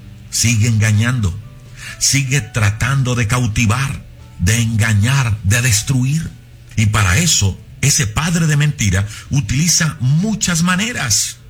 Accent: Colombia; Hoy celebramos en Colombia nuestra fiesta de independencia.

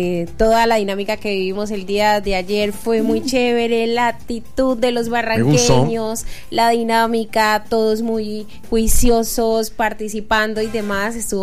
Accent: Colombia

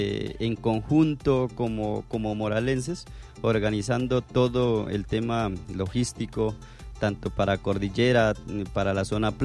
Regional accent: Colombia; un ejercicio que tenemos nosotros como colombianos

